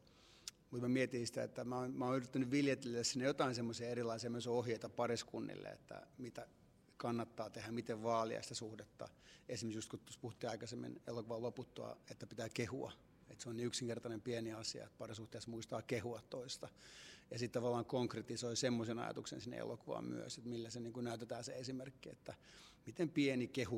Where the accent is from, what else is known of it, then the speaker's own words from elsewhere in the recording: Cyprus; koska olen Kyprokset kotoisin, ollut Kyproksella häissä.